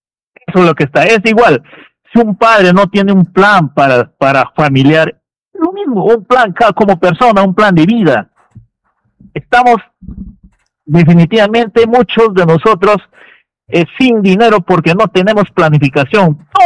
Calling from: La Banda, Peru; yo vivo en La Banda

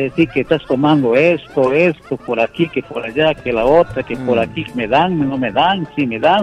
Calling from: Querocotillo, Cajamarca, Peru; estamos llamando desde Quero Cotillo.

